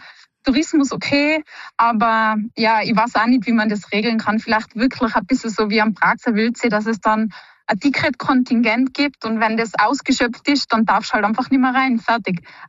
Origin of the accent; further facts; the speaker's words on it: Außerfern, Tyrol, Austria; Bei uns in Außerfern zum Beispiel während Corona